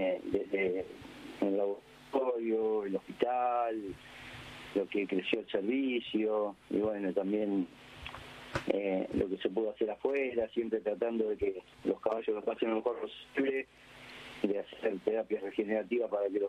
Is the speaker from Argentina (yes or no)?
yes; Lincoln, Buenos Aires Province, Argentina; moved away as an adult; now in San Isidro, Argentina; La verdad que a mí me gustó siempre, de chico, en Lincoln.